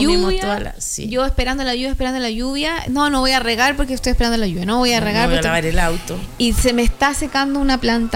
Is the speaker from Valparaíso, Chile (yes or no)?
yes; San Felipe, Valparaíso, Chile; Yo que soy del centro de San Felipe